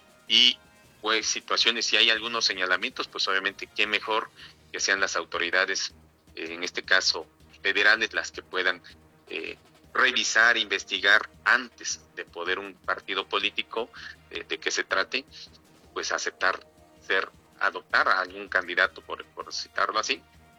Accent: Mixteca, Mexico

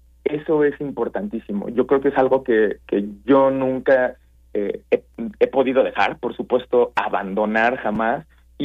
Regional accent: Guanajuato, Mexico; en Guanajuato, de donde yo soy originario.

